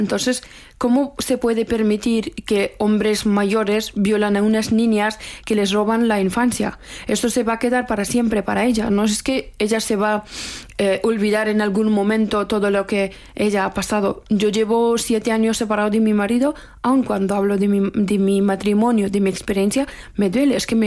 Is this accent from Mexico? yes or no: no; Afghanistan; Spanish is a second language; moved away; cuando yo salí de Afganistán salí con una bandera de Afganistán y no tenía nada